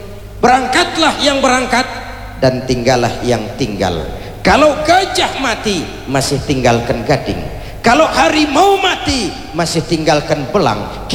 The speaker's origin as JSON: {"language": "Indonesian", "country": "Indonesia", "said": "di negeri ini kita dilahirkan, udara negeri ini yang kita hirup, air negeri ini yang kita minum."}